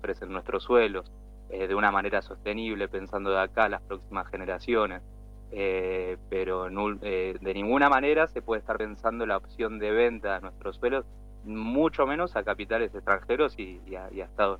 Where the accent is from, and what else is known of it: Mar del Plata, Buenos Aires Province, Argentina